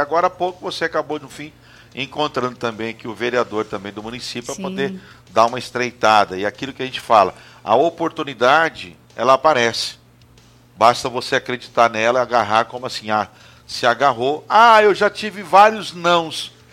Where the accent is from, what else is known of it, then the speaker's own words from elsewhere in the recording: Campo Novo do Parecis, Mato Grosso, Brazil; Eu sou de Campo Novo dos Parecis, ponto.